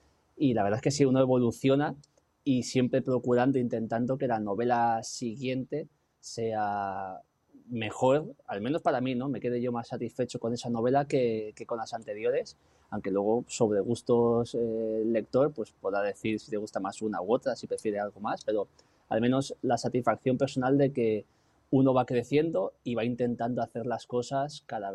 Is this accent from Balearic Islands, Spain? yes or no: no; Alicante, Valencian Community, Spain; now in Gran Canaria, Spain; como yo, un alicantino